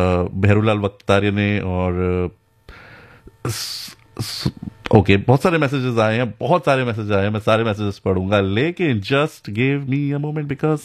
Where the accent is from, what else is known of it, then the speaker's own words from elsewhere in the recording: Uttarakhand, India; बहुत मतलब गढ़वाल उत्तराखंड से, मतलब हम भी वहीं से हैं और हमारे यहाँ तो बहुत मतलब हर महीने कोई ना कोई त्यौहार होता है